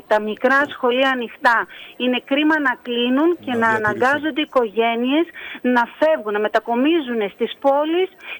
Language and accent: Greek; Kaletsi, Epirus, Greece; γιατί και εγώ είμαι κάτοικος του Δήμου Βορείων Τζουμέρκων. Κατάγομαι από το Καλέτσι.